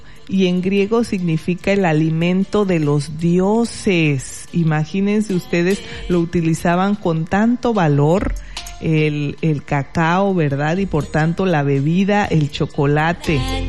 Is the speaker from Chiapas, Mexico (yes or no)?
yes; Soconusco, Chiapas, Mexico; moved away; hacia la zona Soconusco, de donde vengo, hay mucho cacao.